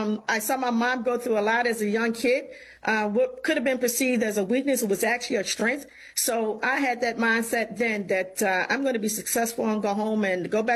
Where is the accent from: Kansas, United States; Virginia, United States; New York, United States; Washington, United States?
Virginia, United States; Richmond; Certainly, I'm from Richmond, Virginia.